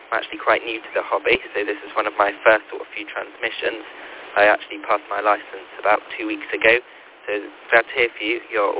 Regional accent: Corsham, South West England, United Kingdom; we're from Corsham, and my repeater is MB7IUE, which is the local one for us, just down in Neston, a small village below.

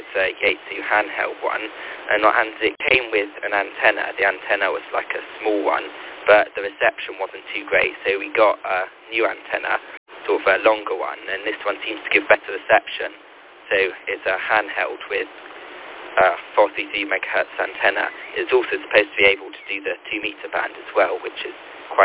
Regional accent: Corsham, South West England, United Kingdom; we're from Corsham, and my repeater is MB7IUE, which is the local one for us, just down in Neston, a small village below.

